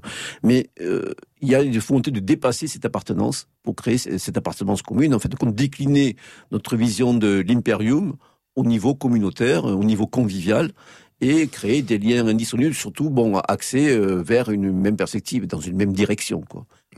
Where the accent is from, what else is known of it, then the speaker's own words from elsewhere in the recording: France; en tant que Français